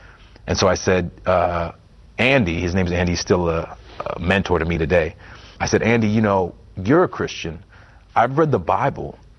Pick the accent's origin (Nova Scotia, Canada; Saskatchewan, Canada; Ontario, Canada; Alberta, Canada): Nova Scotia, Canada; Halifax; And I got a show that was shooting in my hometown of Halifax, and it was a show about a gospel choir, again, Providence.